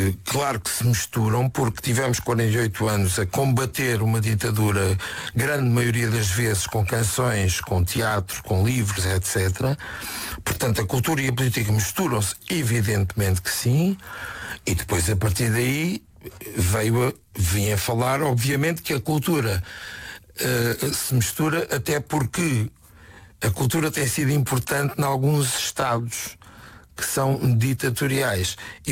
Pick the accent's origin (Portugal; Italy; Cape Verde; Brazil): Portugal; Setúbal; Câmara Municipal de Setúbal, que é a minha terra.